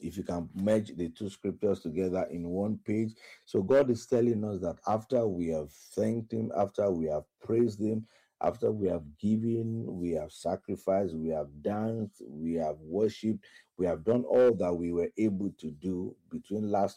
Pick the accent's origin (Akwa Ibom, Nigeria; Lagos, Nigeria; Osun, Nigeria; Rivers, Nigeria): Osun, Nigeria; Osogbo; now in Abuja, Nigeria; Ray Power 95.1 in Oshobo, that's my hometown.